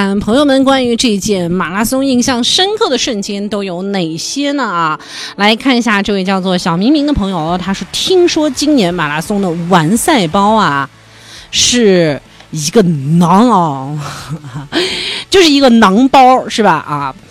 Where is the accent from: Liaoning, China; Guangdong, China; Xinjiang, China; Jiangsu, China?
Xinjiang, China; 作为一个新疆人非常非常的激动啊。